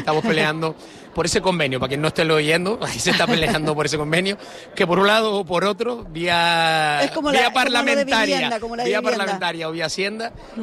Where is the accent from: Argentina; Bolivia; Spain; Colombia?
Spain; San Andrés, Canary Islands; yo soy de San Andrés, en la isla de Tenerife